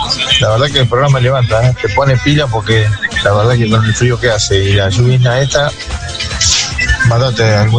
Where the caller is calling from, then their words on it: Miramar, Argentina; de Miramar.